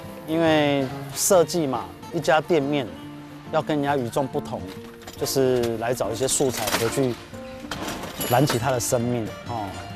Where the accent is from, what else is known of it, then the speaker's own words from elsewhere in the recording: Kaohsiung, Taiwan; 我是高雄人，男子啊，在地这边就是在这里啊。以前这边像乡下一样，但是事隔几年之后变成繁华了。年轻的时候十七八岁的时候就离开这个地方